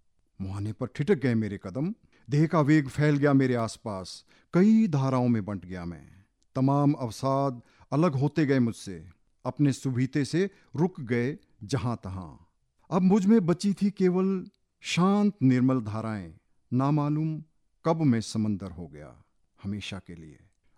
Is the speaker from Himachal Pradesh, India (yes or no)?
yes; Solan, Himachal Pradesh, India; कार्यक्रम था हमारे शहर में, मैं सोलन से हूँ बेसिकली